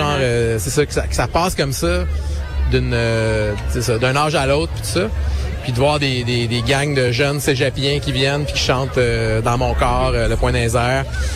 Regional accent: Drummondville, Quebec, Canada; moi, je viens de Drummond.

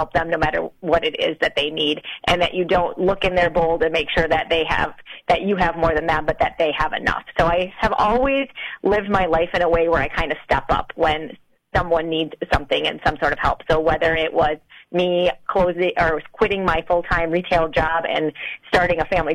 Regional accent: Marshall, Wisconsin, United States; So my background is I grew up in Marshall. I was the oldest of two children. My dad farmed.

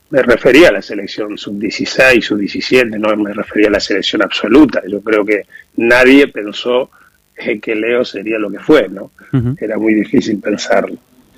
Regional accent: Rosario, Santa Fe, Argentina; él es también de Rosario y iba a mi pueblo

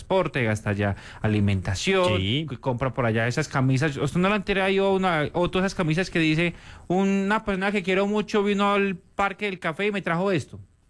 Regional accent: Medellín, Antioquia, Colombia; todos los habitantes de Medellín somos los dueños de EPM.

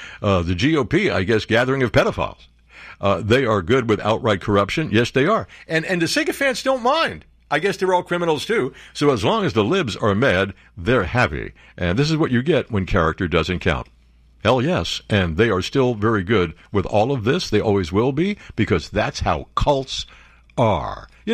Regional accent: New Jersey, United States; Well, I'm from New Jersey.

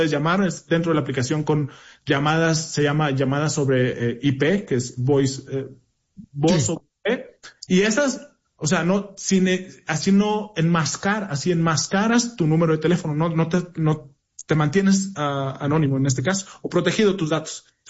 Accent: Matamoros, Tamaulipas, Mexico; Yo soy de Matamoros, pero yo voy a Matamoros cada 2-3 semanas.

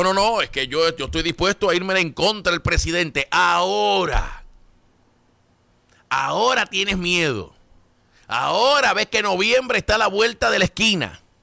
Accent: Caguas, Puerto Rico; En mi pueblo, allá en Caguas, Puerto Rico

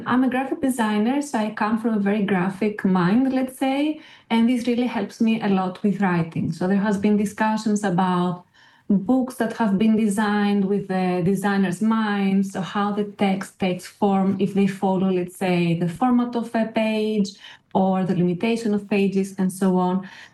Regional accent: Athens, Attica, Greece; I come from Athens in Greece

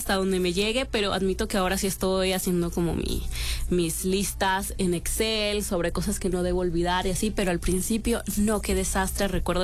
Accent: Colombia

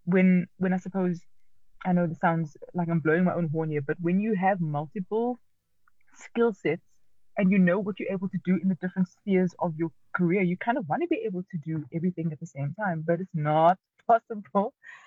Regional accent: Cape Town, Western Cape, South Africa; growing up in Cape Town, the Cape Flats, the only languages that I really grew up with was English and Afrikaans, or rather Afrikaans, as we say.

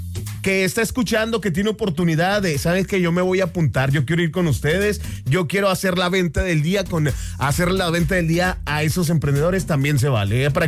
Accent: Tamaulipas, Mexico; now in Monterrey, Mexico; Yo soy acá de Tamaulipas

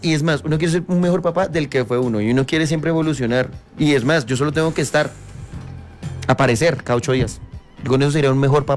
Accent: Colombia

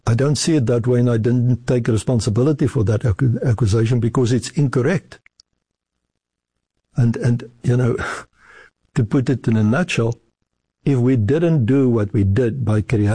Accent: South Africa; I'm an Afrikaner from South Africa myself, and I can say that I've never experienced something of that kind. My family have never experienced, all of them are still in South Africa

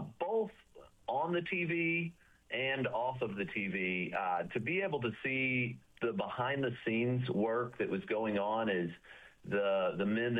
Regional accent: Amarillo, Texas, United States; moved away as an adult; now in Maryland, United States; Amarillo, Texas.

